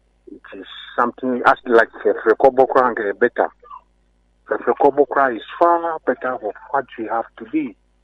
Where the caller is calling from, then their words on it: Volta, Ghana; I'm calling from Volta Region.